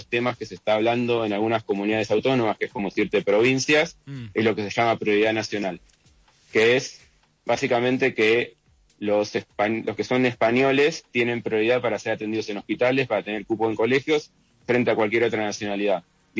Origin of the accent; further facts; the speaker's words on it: Argentina; moved away as an adult; now in Spain; imagínate por qué me fui a finales de 2023 de Argentina y lo que está pasando acá.